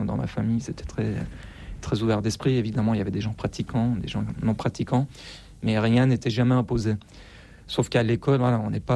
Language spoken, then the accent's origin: French; Rennes, Brittany, France; also born or lived in Tehran, Iran; Je suis né à Téhéran.